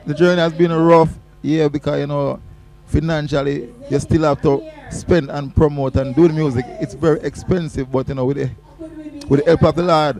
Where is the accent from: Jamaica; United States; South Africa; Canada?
Jamaica; and I am from Jamaica.